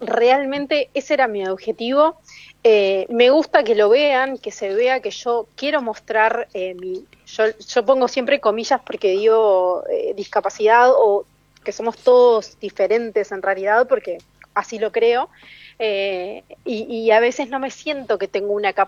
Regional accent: Uruguay; Soy uruguaya. En este momento estoy viviendo en Uruguay.

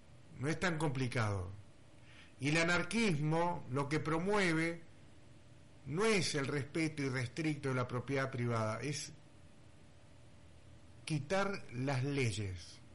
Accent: Puerto Iguazú, Misiones, Argentina; no somos tontos los argentinos. Los iguazuenses ya no somos tontos.

